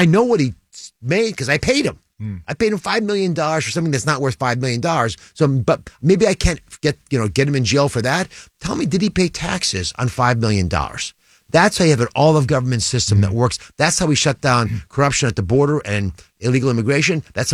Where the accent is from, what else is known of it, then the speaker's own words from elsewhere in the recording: Philadelphia, Pennsylvania, United States; I'm from Philadelphia.